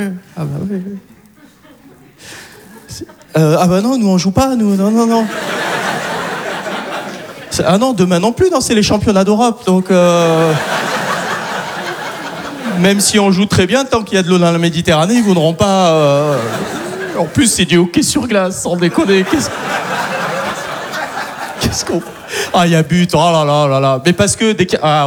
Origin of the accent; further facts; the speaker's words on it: Algeria; Et je le dis, d'ailleurs, allègrement que je suis algérien, je sais, ça se voit pas forcément.